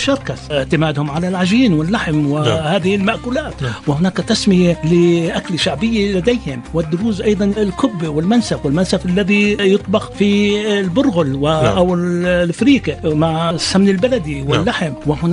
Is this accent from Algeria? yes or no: no; Jordan; نحن في الأردن